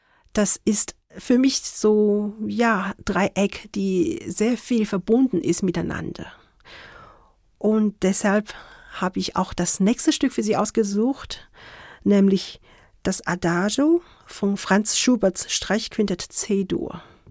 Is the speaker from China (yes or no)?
yes; Beijing, China; born or raised there; German is a second language; moved away as an adult; also born or lived in Kassel / Karlsruhe; now in Munich, Germany